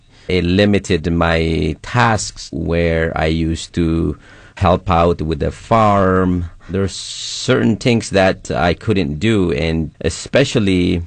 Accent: Sidama, Ethiopia; first language Sidamo; English is a second language; moved away; in Sidaminya, which is my mother tongue language

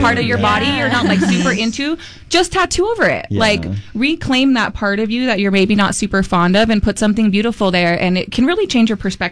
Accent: Salt Lake City, Utah, United States; I grew up in Rose Park here in Salt Lake

